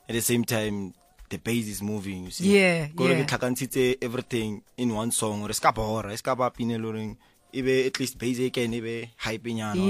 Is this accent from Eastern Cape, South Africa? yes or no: no; Pretoria, Gauteng, South Africa; I was born and raised in Pretoria.